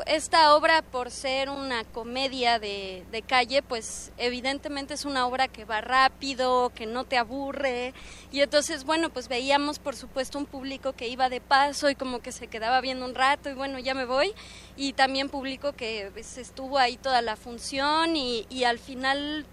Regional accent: Mexico City, Mexico; Yo vengo de Ciudad de México, igual que mi compañera Valeria.

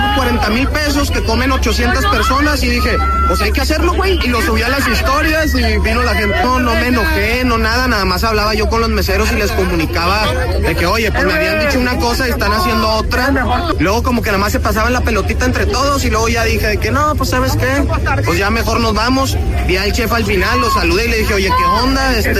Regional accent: Monterrey, Nuevo León, Mexico

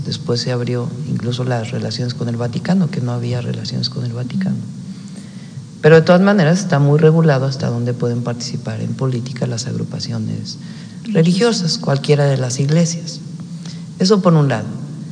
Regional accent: Mexico; nos interesa México, porque somos mexicanos y porque soy la presidenta de México.

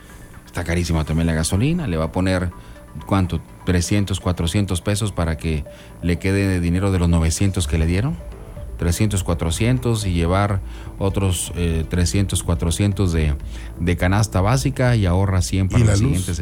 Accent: Mexico; Es el derecho que tenemos como mexicanos

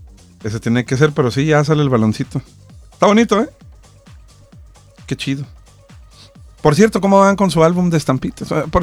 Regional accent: Mexico; Somos los mismos mexicanos allá.

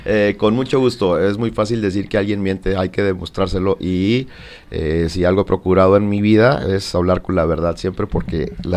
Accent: Chihuahua, Mexico; no somos estúpidos los chihuahuenses

